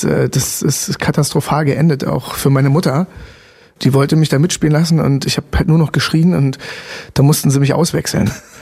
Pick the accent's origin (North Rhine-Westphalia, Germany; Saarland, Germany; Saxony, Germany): Saxony, Germany; Chemnitz; also born or lived in Frankfurt (Oder); wir sind aus Frankfurt oder weg, da war, als die Mauer fiel, da war ich 9, genau, und dann sind wir nach Chemnitz.